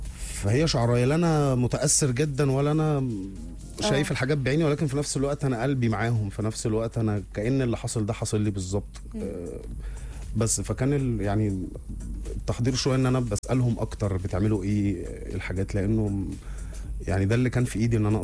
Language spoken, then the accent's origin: Arabic; Egypt; احنا عندنا في مصر هنا لون الطوب احمر